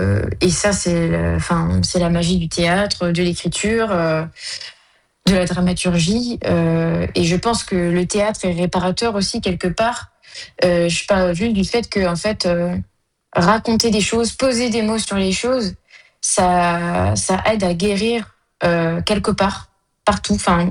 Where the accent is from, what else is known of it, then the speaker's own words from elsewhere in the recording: France; le fait d'avoir grandi en France, donc d'avoir été baignée dans une culture occidentale. Après, je contextualise bien d'où je viens aussi, c'est-à-dire que moi, j'ai grandi vraiment dans une campagne, dans un milieu très rural